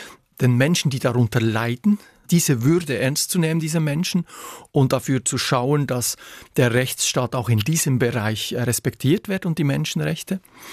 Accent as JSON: {"language": "German", "country": "Switzerland", "said": "Ich bin ein Patriot, ich bin gerne Schweizer, ich bin stolzer Schweizer, aber das ist nicht das Höchste."}